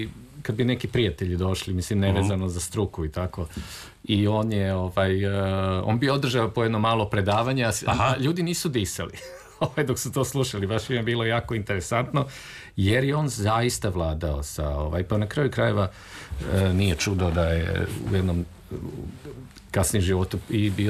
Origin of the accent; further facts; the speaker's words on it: Belgrade, Serbia; Moj prvi dom, ja sam rođen u Beogradu i prvi dom je bio na Slavi